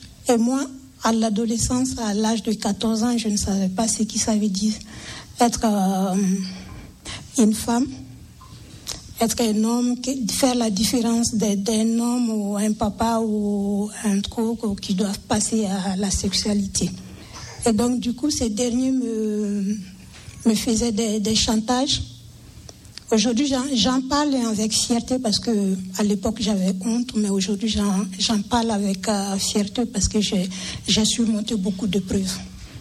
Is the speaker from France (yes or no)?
no; Burkina Faso; Je viens de Burkina Faso. Je suis musulmane de naissance. Et je viens d'une famille très, très religieuse dans l'islam.